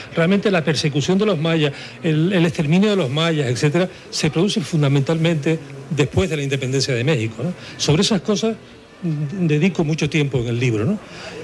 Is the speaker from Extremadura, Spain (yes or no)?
no; La Laguna, Canary Islands, Spain; also born or lived in Adeje; nací en un sitio que se llama Tijoco de Abajo. Mi padre era maestro allí, mi madre estaba allí, naturalmente, donde yo nací, no podía ser de otra forma, y realmente estuve unos meses en Tijoco, ¿no? Toda mi vida la he desarrollado en La Laguna